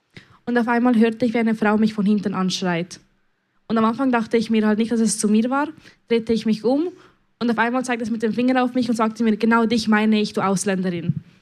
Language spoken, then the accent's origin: German; Switzerland; ich fühle mich doch als eine Schweizerin. Ich bin hier aufgewachsen, habe eine Schule hier gemacht. Ich beherrsche die deutsche Sprache besser als das Spanisch.